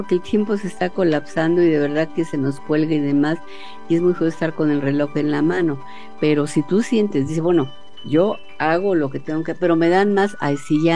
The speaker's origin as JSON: {"language": "Spanish", "country": "Mexico", "said": "somos todos mexicanos"}